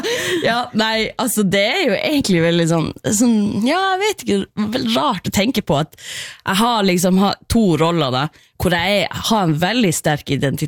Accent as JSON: {"language": "Norwegian", "town": "Karasjok", "region": "Finnmark", "country": "Norway", "tie": "born or raised there", "said": "jeg vokste opp I Karasjok, og selvfølgelig, alle på barneskolen jo, liksom, skal jo joike en eller annen gang I løpet av livet."}